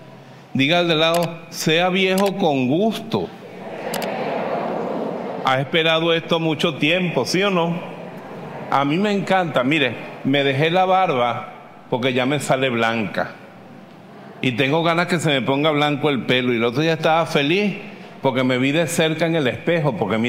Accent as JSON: {"language": "Spanish", "country": "Costa Rica", "said": "Además, vengo de Costa Rica. Allá cuando uno cumple 60 años, ya no paga impuestos, ni autobús, ni nada."}